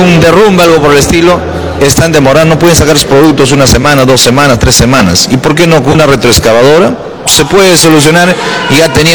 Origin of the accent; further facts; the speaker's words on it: Pangoa, Junín, Peru; Si no tengo un respaldo de mi pueblo. Yo represento a Pangoa, un distrito bastante grande con muchos problemas